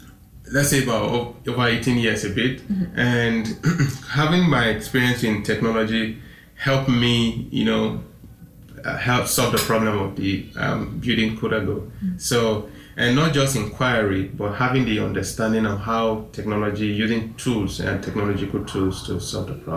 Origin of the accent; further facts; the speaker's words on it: Nigeria; moved away as an adult; my home country, Nigeria.